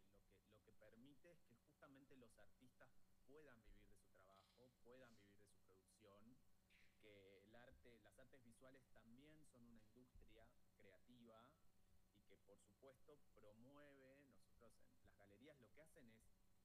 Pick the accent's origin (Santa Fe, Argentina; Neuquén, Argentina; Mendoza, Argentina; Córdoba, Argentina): Neuquén, Argentina; moved away as an adult; now in Buenos Aires, Argentina; yo soy neuquino, como bien dijiste, pero a mis 18 años me vine a Buenos Aires a estudiar la carrera de Historia del Arte en la UBA, en la Universidad de Buenos Aires.